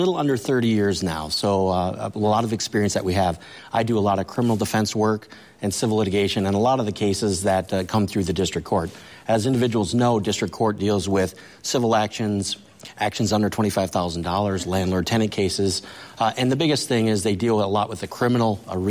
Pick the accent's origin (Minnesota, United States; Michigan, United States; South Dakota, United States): Michigan, United States; So I grew up right here in Marquette County, basically born and raised.